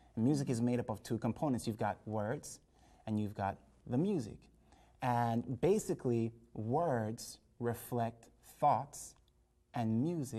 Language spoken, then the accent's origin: English; Jamaica; I was born in Jamaica, and reggae music is a really big, you know, that's the music of Jamaica. And I remember growing up as a child